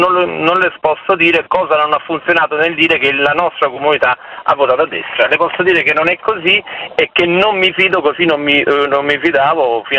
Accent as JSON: {"language": "Italian", "region": "Campania", "country": "Italy", "said": "Io sono del Lecito Avellino perché sono della provincia di Avellino."}